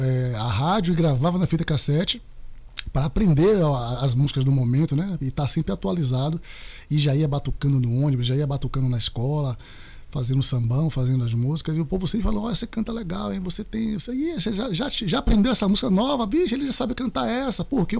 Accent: Salvador, Bahia, Brazil; now in Mata de São João, Brazil; nasci em Salvador, na maternidade do Iperba, lá em Brotas, e atualmente morando em Mata de São João, com muito orgulho, lá na zona rural. Eu sou o cara aqui, sou roceiro, sou da roça.

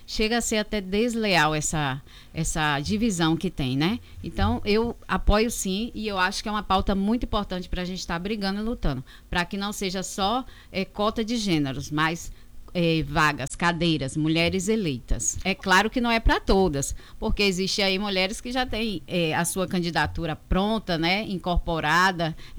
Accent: Itabuna, Bahia, Brazil; natural de Itabuna.

